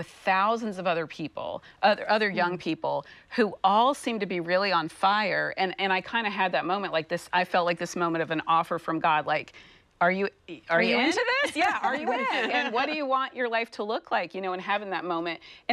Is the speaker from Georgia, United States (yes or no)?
yes; Georgia, United States; So I'm from Georgia